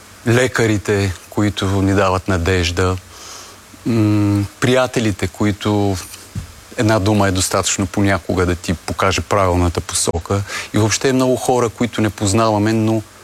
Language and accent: Bulgarian; Zlatograd, Smolyan Province, Bulgaria; accent: Rhodope dialect; moved away; ние имаме много различен, много цветен, много хубав диалект, родопския диалект, особено Златоград, той е малко по-различен от дори на 9 км от Златоград, от селцата и грачетата, които са наблизо.